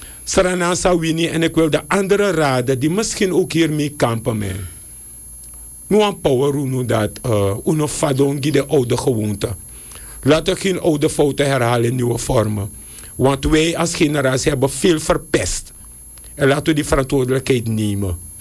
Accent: Suriname; Dus we willen alle partijen nogmaals op het hart drukken als Surinamers.

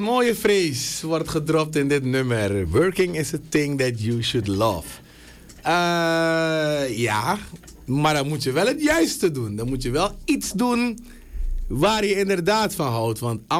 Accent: Suriname; wij als Surinamers

